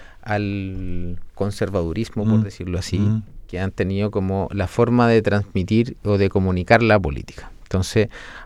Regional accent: Chile; Nosotros como chilenos

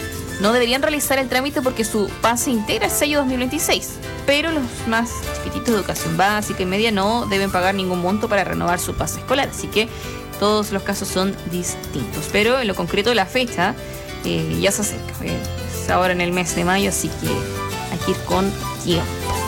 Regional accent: Chile; como buen chileno uno siempre anda a última hora

